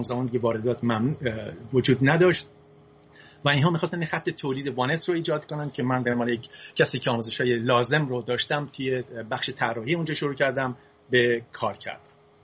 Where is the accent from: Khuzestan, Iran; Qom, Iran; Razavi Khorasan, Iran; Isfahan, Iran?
Isfahan, Iran; also born or lived in Fasa; من تو سال 1337 در شهر فسا متولد شدم، یکی از شهرهای استان فارس.